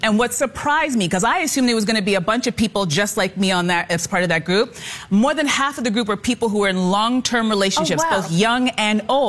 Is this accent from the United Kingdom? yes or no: yes; England, United Kingdom; Can you tell I'm right English?